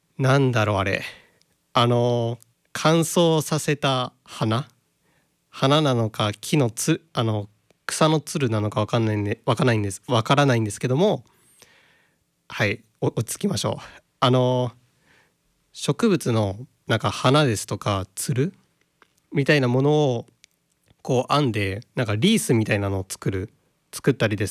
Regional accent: Okayama, Japan; 私の地元岡山

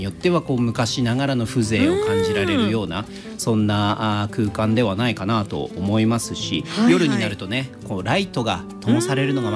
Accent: Toyama, Japan; 私の出身地であります富山県

